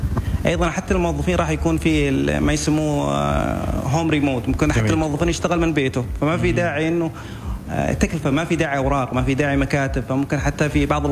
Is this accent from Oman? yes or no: yes; Oman